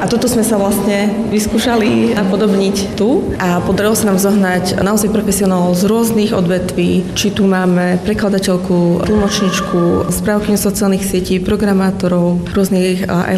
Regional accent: Košice, Košice Region, Slovakia; now in Stropkov, Slovakia; Ja sama som z Košíc a keď som prišla do Stropkova a zistila som, čo všetko tu je, ako to dobre vyzerá, tak som si vravela, že ja to chcem prežiť.

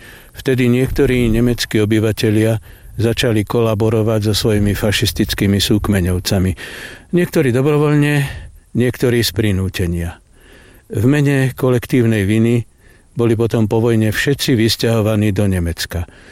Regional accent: Námestovo, Žilina Region, Slovakia; ktoré je od Námestova, môjho rodiska, na dohodenie kameňom

